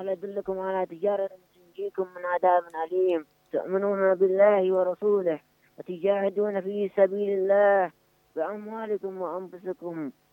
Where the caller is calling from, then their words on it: Yemen; نحن شعب يمني قوي